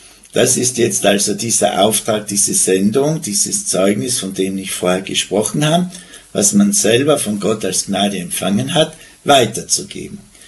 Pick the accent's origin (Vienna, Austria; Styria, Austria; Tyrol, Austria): Tyrol, Austria; wenn ich dann wieder in das Land, wo ich herstamme, komme, nach Tirol